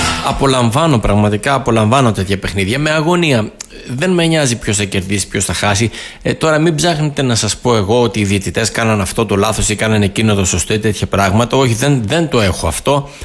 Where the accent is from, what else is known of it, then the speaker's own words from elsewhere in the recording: Greece; σαν ένας φίλαθλος, σαν ένας Έλληνας